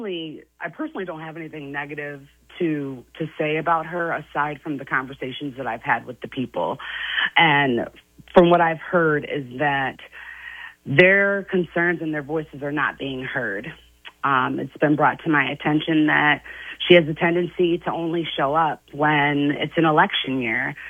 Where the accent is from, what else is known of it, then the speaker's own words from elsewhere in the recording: Fairport, New York, United States; So I grew up in Fairport. I am a graduate of Fairport High School, so I am very familiar with the area.